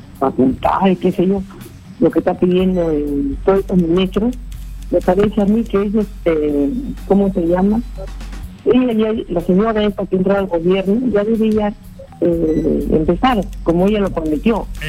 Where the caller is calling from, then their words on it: Peru; como peruanos que somos